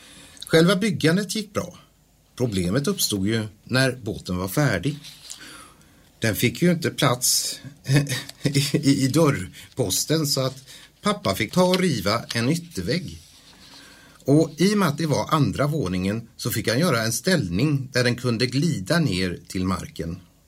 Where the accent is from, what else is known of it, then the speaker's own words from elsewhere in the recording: Varberg, Halland County, Sweden; also born or lived in Hisingen, Gothenburg; now in Falköping, Sweden; Som ni hör så kommer jag inte från Falköping. Jag föddes på Hisingen men växte upp i Daxås i Varbergs kommun. Jag hade en bokskog och en damm som lekplats.